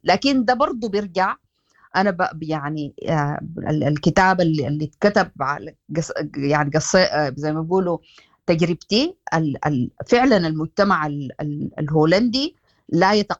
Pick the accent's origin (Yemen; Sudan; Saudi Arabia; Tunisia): Sudan; كسودانيين أنا